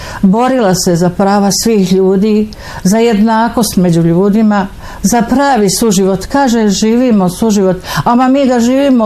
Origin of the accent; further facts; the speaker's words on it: Tuzla, Federation of Bosnia and Herzegovina, Bosnia & Herzegovina; a ja sam prava Tuzlanka. Mislim, tu sam rođena, školovala se, odrasla, udala i evo, doživjela starost